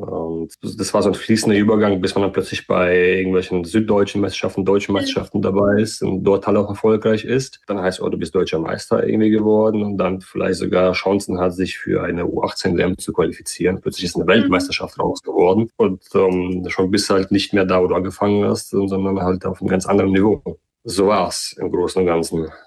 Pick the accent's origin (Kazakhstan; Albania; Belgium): Kazakhstan; now in Germany; Und das war noch in Kasachstan, da wo ich auch herkomme, wo ich geboren bin.